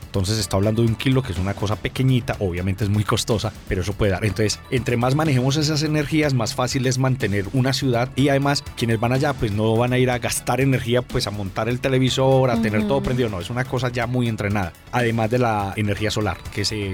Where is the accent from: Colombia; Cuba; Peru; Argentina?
Colombia; no solamente como personas, seres humanos, sino también como colombianos